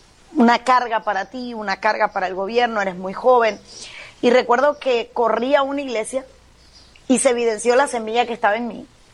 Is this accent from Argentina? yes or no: no; Cuba; soy cubana, nací en Cuba, crecí en Cuba, me casé en Cuba, di a luz a mis 3 hijos en Cuba